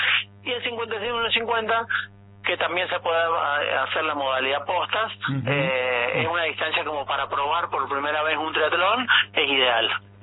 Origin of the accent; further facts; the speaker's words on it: San Juan, Argentina; como somos los sanjuaninos